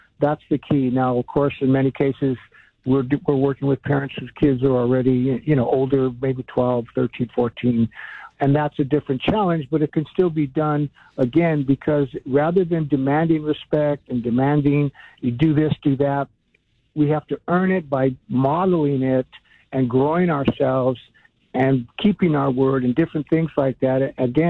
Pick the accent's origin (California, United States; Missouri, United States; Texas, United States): California, United States; Los Angeles; I grew up in Northeast LA, which is there's known for violence and gangs and drugs and things like that.